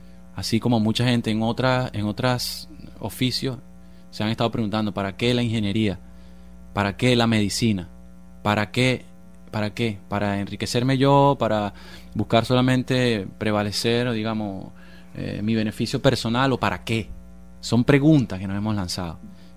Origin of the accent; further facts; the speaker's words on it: Venezuela; Creo yo que no es distinto a lo que ha sucedido en mi país, en Venezuela.